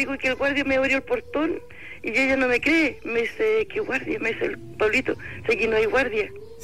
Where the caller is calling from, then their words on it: Santiago, Santiago Metropolitan Region, Chile; Yo soy de acá, de Cerro Navia.